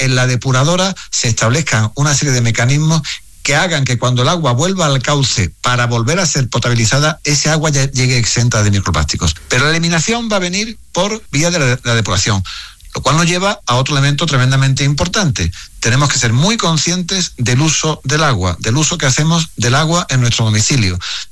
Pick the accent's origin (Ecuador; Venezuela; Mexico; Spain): Spain; no somos conscientes los españoles del agua que nos sale por el grifo, no somos conscientes de la calidad del agua que sale por el grifo